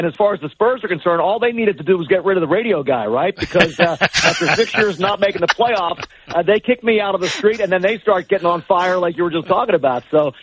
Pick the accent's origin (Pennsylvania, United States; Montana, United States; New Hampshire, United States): Pennsylvania, United States; Philadelphia; I grew up in Philadelphia. So when I was a kid, the Phillies, the Flyers, the Eagles, and the Sixers weren't very good.